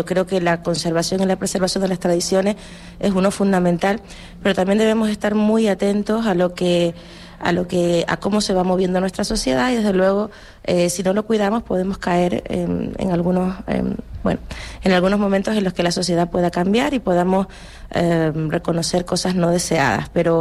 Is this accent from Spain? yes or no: yes; Canary Islands, Spain; nuestra identidad como canarios